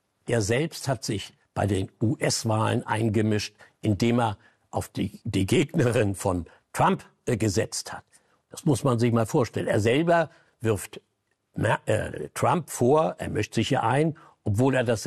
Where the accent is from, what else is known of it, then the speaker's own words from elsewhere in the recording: Germany; als Deutscher